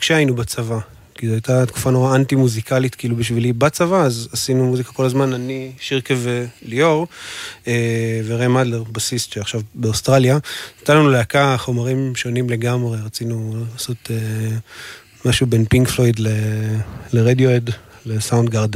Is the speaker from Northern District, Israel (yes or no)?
yes; Nahariya, Northern District, Israel; סתם, אבל אני מנהריה, במקור.